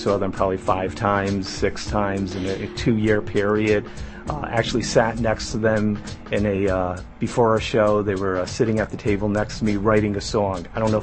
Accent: Rhode Island, United States; I'm from Rhode Island.

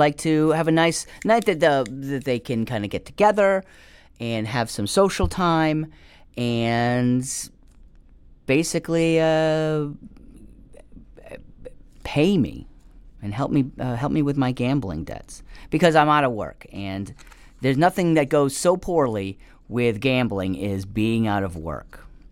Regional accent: Rhode Island, United States; now in New York, United States; I grew up in Rhode Island.

